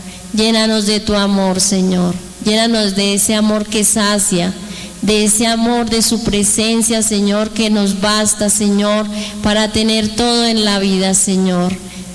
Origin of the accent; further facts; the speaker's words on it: Colombia; Hoy postrados aquí como colombianos